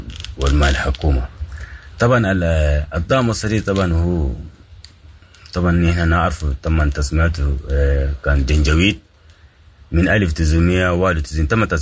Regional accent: Sudan; الأغل برضو كان ما طبيعي لأنهم نحن سودانيين وأفارقة صحيح

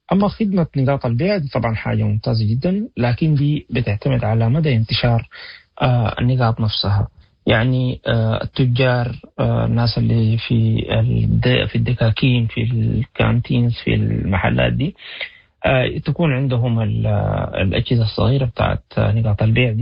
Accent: Sudan; عندنا في السودان

